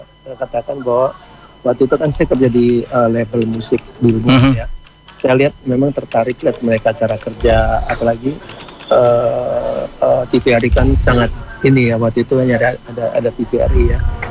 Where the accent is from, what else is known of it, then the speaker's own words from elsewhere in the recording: Manado, North Sulawesi, Indonesia; Iya, betul. Kita dari Manado.